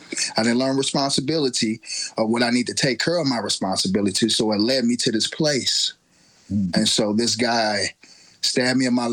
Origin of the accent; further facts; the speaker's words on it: St. Louis, Missouri, United States; moved away as an adult; now in Springfield, Illinois, United States; I'm from St. Louis, Missouri, the AKA the Lou.